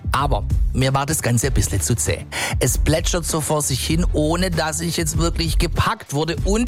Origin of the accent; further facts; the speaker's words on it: Baden-Württemberg, Germany; Ja, ich weiß, als Schwabe bricht man keine Bücher ab.